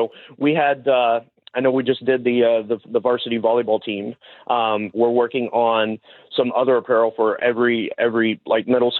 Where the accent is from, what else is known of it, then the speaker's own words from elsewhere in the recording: Indiana, United States; moved away; back home in Indiana. You know, once my wife and I moved from Indiana up here, we moved up here 16 years ago.